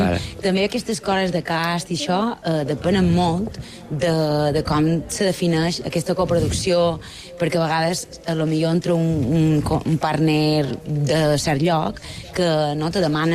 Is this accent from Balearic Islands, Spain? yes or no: yes; Mallorca, Balearic Islands, Spain; accent: Mallorquí; first language Mallorquí (Catalan); mallorquí, perquè és la meva llengua materna